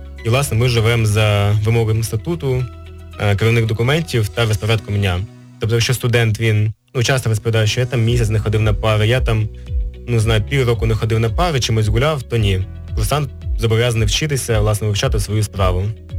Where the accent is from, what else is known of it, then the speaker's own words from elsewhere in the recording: Vasylkiv, Kyiv Oblast, Ukraine; born there; я народився біля Василькова, тобто там досить серйозний аеродром, який прикриває Київ.